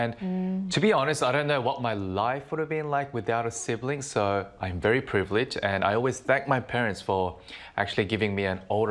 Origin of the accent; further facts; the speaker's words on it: Australia; now in Korea; We grew up in Australia and came back to live in Korea. I actually came back first.